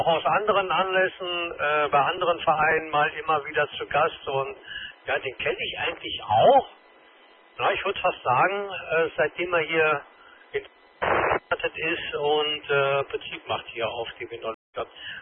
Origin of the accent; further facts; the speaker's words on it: Düsseldorf, North Rhine-Westphalia, Germany; ich bin ja Düsseldorfer